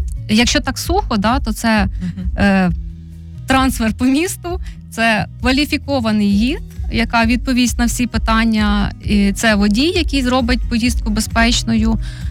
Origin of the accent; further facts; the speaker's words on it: Vinnytsia, Vinnytsia Oblast, Ukraine; Я не корінна, але свідоме своє життя, ну це з першого класу, я вже живу в Вінниці.